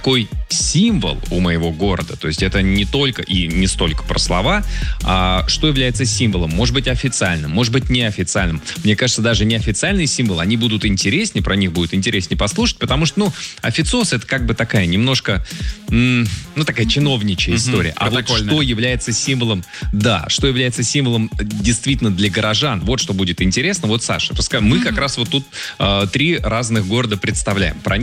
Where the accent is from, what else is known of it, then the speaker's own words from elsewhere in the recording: Moscow, Russia; я вырос в Измайлово, родился и вырос в Измайлово.